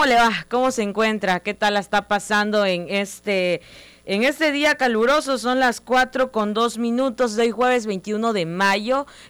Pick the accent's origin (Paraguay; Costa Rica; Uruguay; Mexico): Mexico; Tabasco; nos fortalece a nosotros como tabasqueños